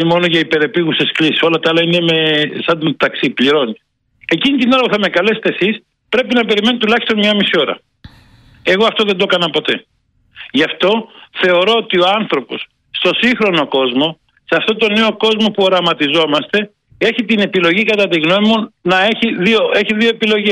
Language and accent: Greek; Athens, Attica, Greece; born there; Έχω γεννηθεί στην Αθήνα κατά λάθος.